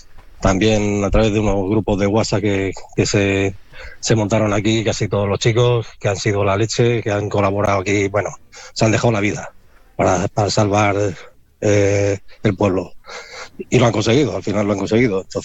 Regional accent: Mijares, Castile and León, Spain; moved away as an adult; also born or lived in Torrejón; now in Mijares, Spain; yo soy nacido aquí, criado aquí, yo estuve aquí con 25 años. Esto es mi pueblo, mi vida, todo.

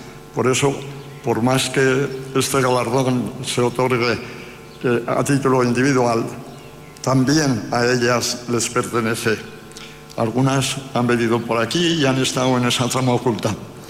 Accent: La Rioja, Spain; por esta distinción como riojano ilustre.

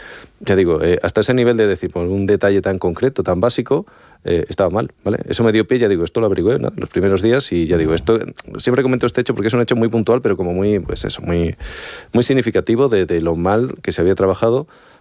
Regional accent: Extremadura, Spain; Puerto Urraco ni de esa zona, pero bueno, soy extremeño.

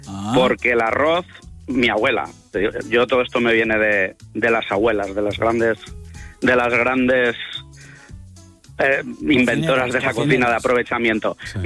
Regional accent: Valencia, Valencian Community, Spain; A ver, David, Jorge, soy de Valencia.

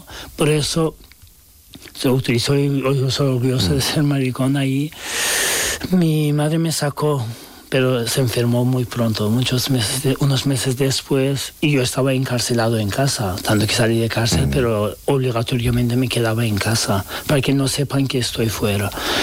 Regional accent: Turkey; Spanish is a second language; now in Spain; soy turco y podía pasar más fácil que el otros muchos

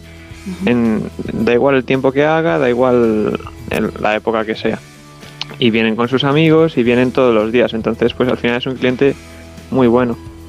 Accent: Soto del Real, Community of Madrid, Spain; está en Soto del Real, en mi pueblo.

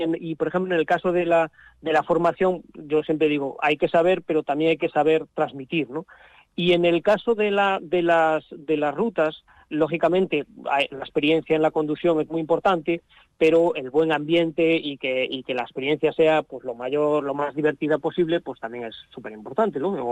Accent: A Coruña, Galicia, Spain; somos de Coruña y empezamos pues la cosa en Coruña

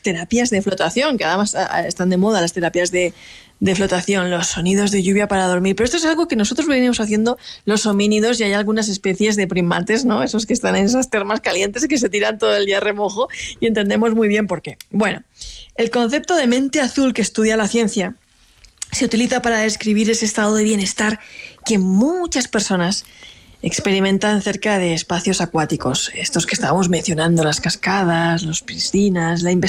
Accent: Alicante, Valencian Community, Spain; yo por ejemplo, que soy del Mediterráneo, de Alicante

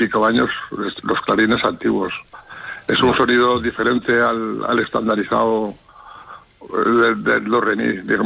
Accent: Sariñena, Aragon, Spain; Soy nacido en Sariñena y residente de Sariñena.

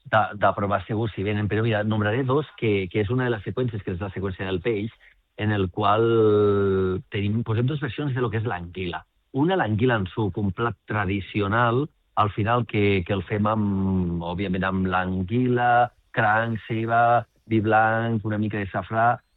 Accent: L'Aldea, Catalonia, Spain; born there; jo vaig néixer a l'Aldea

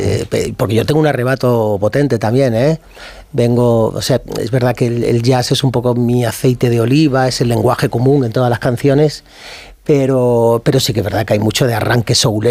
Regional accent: Málaga, Andalusia, Spain; porque no lo puedo evitar, soy de Málaga y eso se nota, claro.

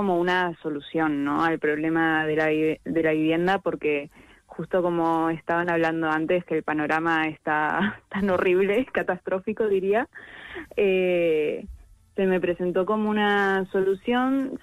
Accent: Argentina; now in Madrid, Spain; bueno, yo soy argentina, pero estoy estudiando aquí en Madrid

